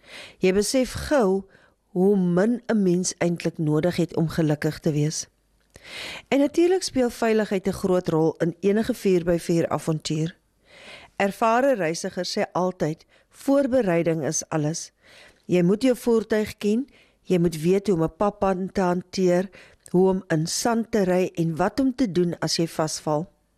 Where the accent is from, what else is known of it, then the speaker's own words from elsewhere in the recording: Namibia; En vir ons as Namibiërs is dit 'n herinnering aan hoe ongelooflik